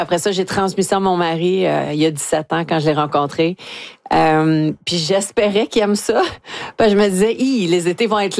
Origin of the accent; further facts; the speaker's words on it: Bonaventure, Quebec, Canada; Puis j'ai été élevée une bonne partie de mon enfance à Bonaventure, en Gaspésie.